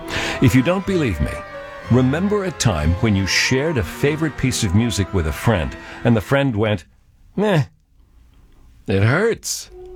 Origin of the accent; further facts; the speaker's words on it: Scottsbluff, Nebraska, United States; moved away as an adult; also born or lived in Omaha, Nebraska / Freeport, Long Island; now in New York, United States; This is the end of a journey for me in broadcasting that began nearly 50 years ago in my hometown of Scotts Bluff, Nebraska